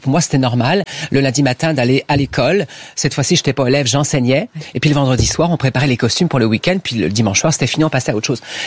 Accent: Rennes, Brittany, France; je viens exactement de Rennes, au sud de Rennes, à Bollon, dans un petit village extraordinaire.

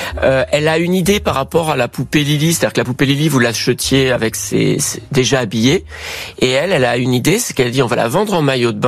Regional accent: Lyon, Auvergne-Rhône-Alpes, France; moi je suis lyonnais

